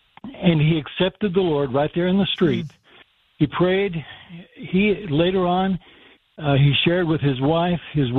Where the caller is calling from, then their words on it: Cleveland, Tennessee, United States; Actually, I'm in Cleveland, Tennessee.